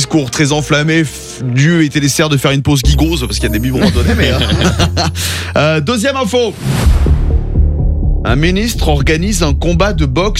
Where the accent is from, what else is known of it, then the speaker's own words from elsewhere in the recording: England, United Kingdom; De toute façon, je suis anglaise, hein, va falloir que je boive ma première bière à un moment donné.